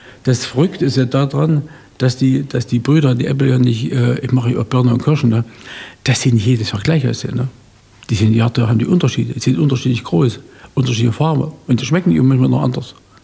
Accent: Großkochberg, Thuringia, Germany; Ich bin in Großkochberg auf dem Bauernhof aufgewachsen.

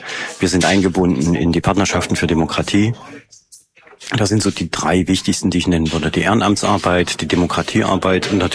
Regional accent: Saalfeld, Thuringia, Germany; ich komme aus Saalfeld

